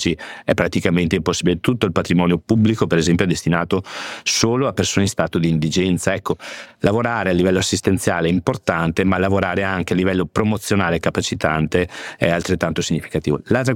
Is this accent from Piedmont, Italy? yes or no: no; Veneto, Italy; dalle mie parti in Veneto